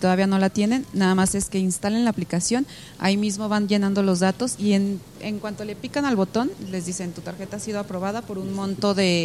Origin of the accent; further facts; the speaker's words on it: San José, Zacatecas, Mexico; Yo que soy de San José, espero a todos mis paisanos de ahí